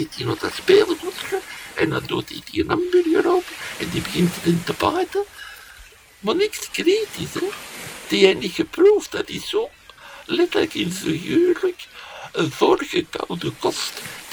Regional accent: Belgium; als Belg moet je maar geen slechte frieten serveren.

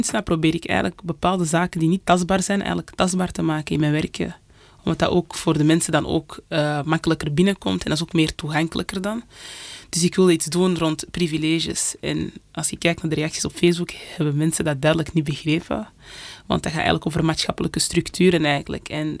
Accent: Mechelen, Flanders, Belgium; uit het Mechels, Congolees-Angolees Roet.

